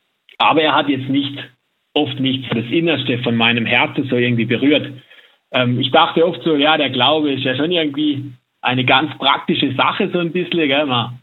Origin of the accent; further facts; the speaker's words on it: Baden-Württemberg, Germany; now in Salzburg, Austria; Wie man vielleicht hört, komme ich gebürtig nicht aus Salzburg. Manche werden den Salzburger Dialekt jetzt vielleicht vermissen. Ich komme aus Südwestdeutschland, aus dem Schwarzwald und bin sozusagen ein Auslandshilfskraft.